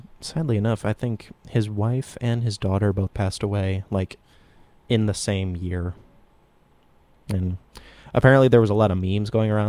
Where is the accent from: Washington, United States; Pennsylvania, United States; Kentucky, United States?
Kentucky, United States; Louisville; so I'm from Louisville.